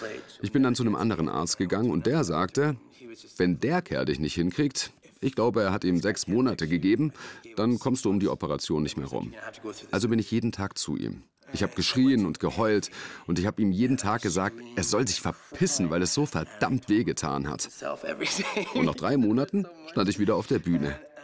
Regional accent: Toronto, Ontario, Canada; ich komme aus Toronto, weißt du, das ist echt eine Großstadt. Ich bin in Downtown Toronto aufgewachsen

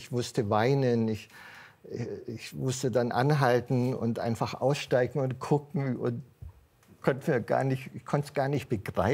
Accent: Southern Germany, Germany; Ich stamme aus Süddeutschland

